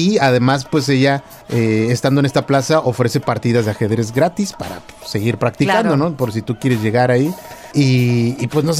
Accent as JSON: {"language": "Spanish", "country": "Mexico"}